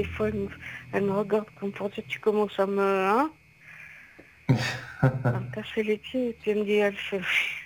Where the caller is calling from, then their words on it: Italy; C'est le seul défaut qu'on a les Italiens, on est très tactile